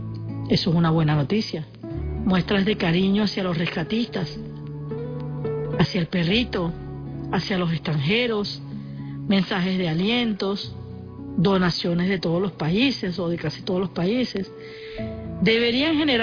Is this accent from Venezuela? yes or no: yes; Venezuela; Entonces, nosotros como venezolanos tenemos esa capacidad, ese mecanismo mental de salir adelante con una sonrisa.